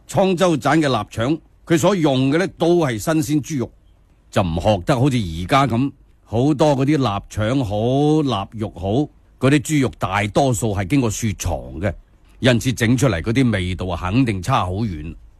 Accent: Guangzhou, Guangdong, China; 我哋广州人

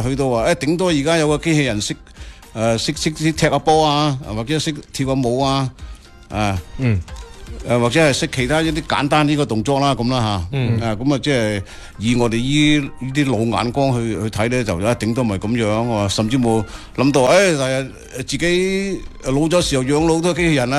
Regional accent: Foshan, Guangdong, China

